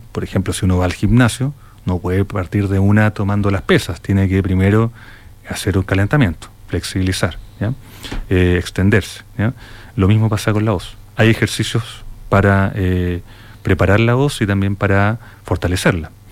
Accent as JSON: {"language": "Spanish", "country": "Chile", "said": "nosotros como chilenos tenemos un poquito comprometida, digamos, nuestra forma en cómo nos expresamos"}